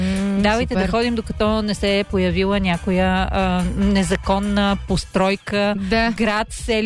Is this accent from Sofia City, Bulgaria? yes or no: no; Trun, Pernik Province, Bulgaria; born there; аз всъщност съм родена в Трън.